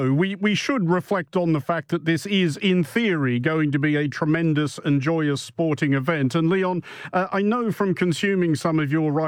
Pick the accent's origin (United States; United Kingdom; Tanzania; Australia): Australia; And speaking as an Australian